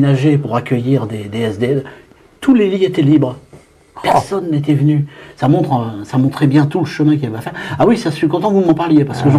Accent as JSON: {"language": "French", "region": "Hauts-de-France", "country": "France", "tie": "born or raised there", "moved": "as an adult", "said": "Je suis jeune journaliste, je déboule de mon école et de mon enfance dans le Pas-de-Calais"}